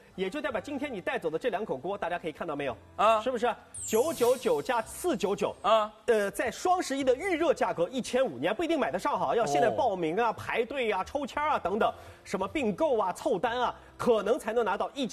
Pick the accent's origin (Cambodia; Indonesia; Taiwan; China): China; Shanghai; 在弄堂长大，